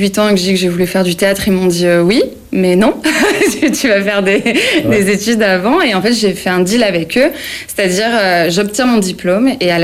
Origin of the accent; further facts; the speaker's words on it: Avignon, Provence-Alpes-Côte d'Azur, France; Non, je suis avignonnaise. J'ai grandi à Avignon, donc j'ai grandi avec le festival, moi.